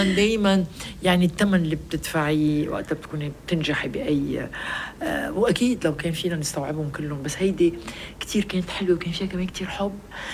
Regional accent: Lebanon; نحن لبنانيه

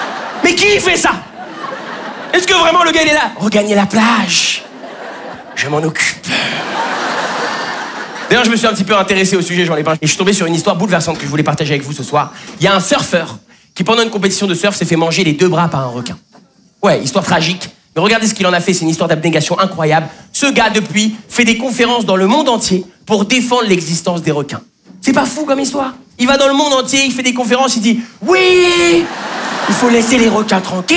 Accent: Lyon, Auvergne-Rhône-Alpes, France; now in Paris, France

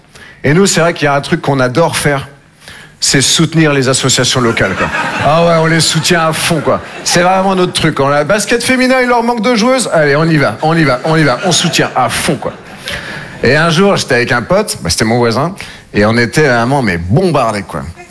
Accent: Nouvelle-Aquitaine, France; Moi, je viens des Deux-Sèvres. Je sais pas si vous connaissez. Entre la Vienne et la Vendée. Ça aide pas des masses, visiblement, quoi. Entre le Puy du Fou et le Futuroscope. Voilà, c'est au milieu.

